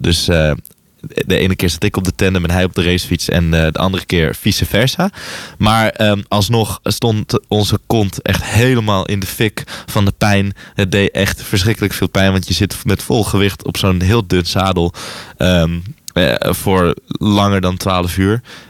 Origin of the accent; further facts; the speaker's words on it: Heerenveen, Friesland, Netherlands; Ik kom uit Heerenveen